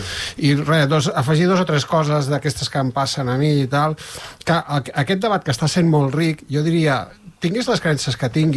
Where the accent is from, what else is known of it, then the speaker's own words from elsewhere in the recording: Igualada, Catalonia, Spain; jo sóc d'Igualada